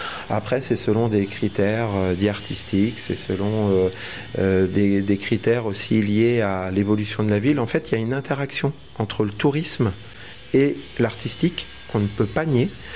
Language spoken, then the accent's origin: French; Nantes, Pays de la Loire, France; born there; now in Pont-Aven, France; Je suis né à Nantes, mais fier d'être de souche bretonne, et je vis à Pont-Aven depuis 30 ans.